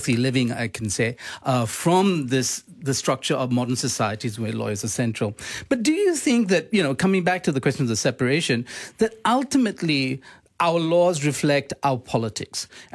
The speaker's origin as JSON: {"language": "English", "country": "Malaysia", "tie": "born or raised there", "said": "I grew up in Malaysia in the 80s and the 90s"}